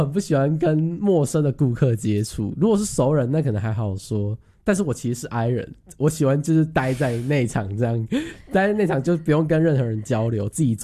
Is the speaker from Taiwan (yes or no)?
yes; southern Taiwan, Taiwan; now in Taipei, Taiwan; 我从南部，我是因为我是南部人，然后我来北部